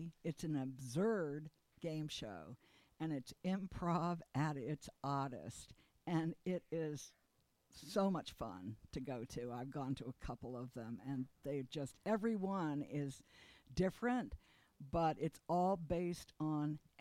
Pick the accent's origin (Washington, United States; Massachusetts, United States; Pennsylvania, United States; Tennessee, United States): Massachusetts, United States; Boston; I'm here visiting from Boston area.